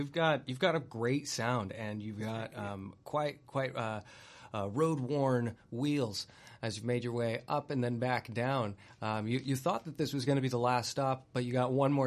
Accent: Temecula Murrieta Valley, California, United States; the Temecula Murrieta Valley was mm-hmm. where I was raised, and I went to Riverside City College.

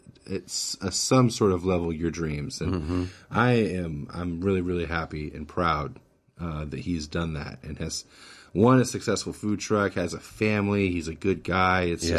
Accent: McKinleyville, California, United States; We grew up in McKinleyville. We went to all the same schools.

